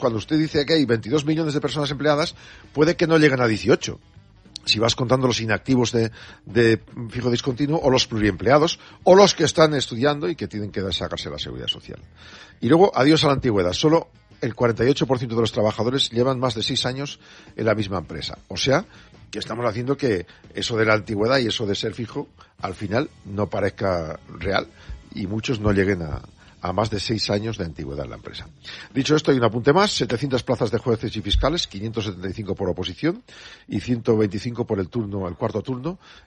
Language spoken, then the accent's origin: Spanish; Soria, Castile and León, Spain; que irse a otra provincia, a Soria, mi tierra, a Burgos